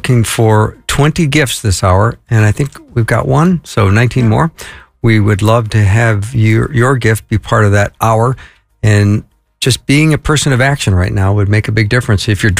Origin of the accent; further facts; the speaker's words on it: Edina, Minnesota, United States; Skip is also from Edina, which is my hometown.